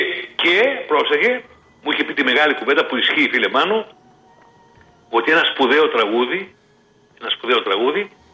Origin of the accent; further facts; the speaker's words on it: Central Greece, Greece; moved away; τον Αύγουστο είχα μια συναυλία στην πατρίδα μου και σε ένα χωριό που λέγεται Αγιάννης, που είναι κοντά στο Αλιβέρι